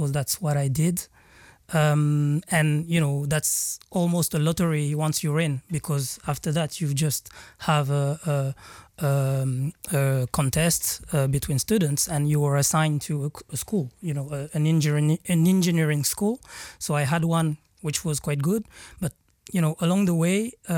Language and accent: English; Senegal; moved away as an adult; also born or lived in France; I was born and raised in Senegal. My parents are still there.